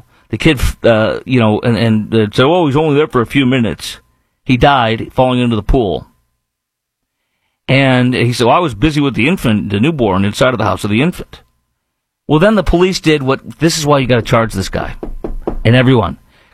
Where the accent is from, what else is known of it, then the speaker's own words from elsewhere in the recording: Chicago, Illinois, United States; now in Indianapolis, United States; in Chicago, my hometown